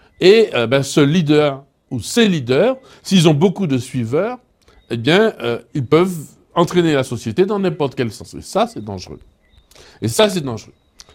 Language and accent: French; French Antilles, France; comme on dit chez nous aux Antilles